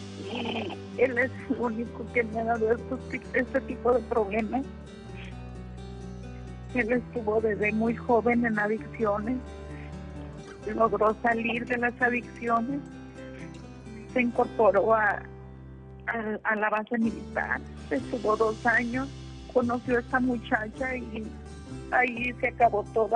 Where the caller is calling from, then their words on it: Celaya, Guanajuato, Mexico; De Celaya, Guanajuato.